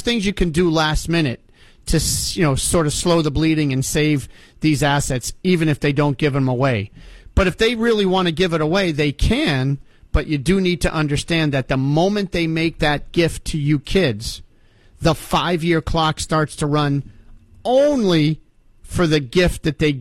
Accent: Ohio, United States; give you a shout out for being from Ohio, because that's my home state.

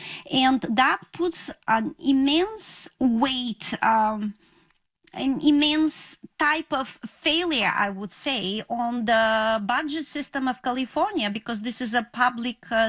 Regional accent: Bulgaria; specifically in my home country, Bulgaria.

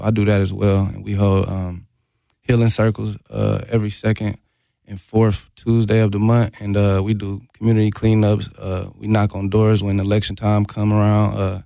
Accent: Milwaukee, Wisconsin, United States; also born or lived in California / Texas; I'm from Milwaukee. They're like, oh, I'm from Milwaukee. Or I know somebody from Milwaukee. So it was that was a dope experience. But I lived in California for a few years, lived in Texas for a few years. And then I've been back here for about 6 years now.

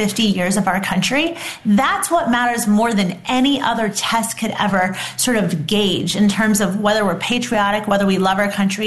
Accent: Fairfield, California, United States; I grew up in Fairfield, California, which is where I moved back to be with my mom. And it's a middle-class town. I was born at Travis Air Force Base, literally 10 miles down the road. This is a military town.

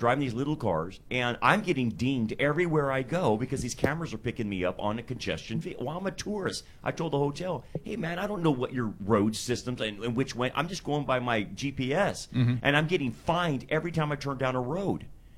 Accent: United States; because I'm an American

